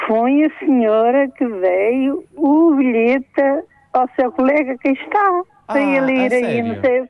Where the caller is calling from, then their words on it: Penacova, Centro, Portugal; Sou daqui da zona de Penacova.